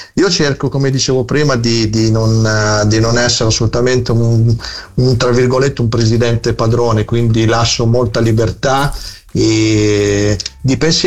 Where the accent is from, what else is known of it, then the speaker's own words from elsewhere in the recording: Florence, Tuscany, Italy; now in Romagna, Italy; io sono 30 anni che abito in Romagna, ma sono originario di San Frediano, e per me tutte le volte che vengo a Firenze è un pianto d'amore, di nostalgia